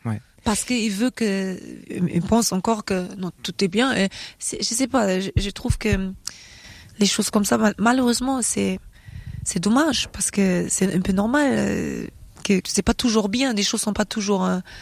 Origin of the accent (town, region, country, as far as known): Germany; born or raised there